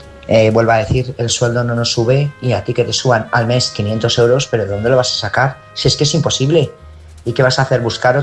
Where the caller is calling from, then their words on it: Burgos, Castile and León, Spain; Buenas noches … corresponsal de Burgos.